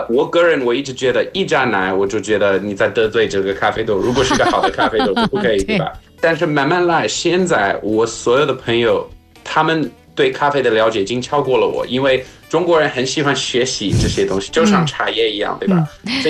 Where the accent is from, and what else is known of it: South Africa; Chinese is a second language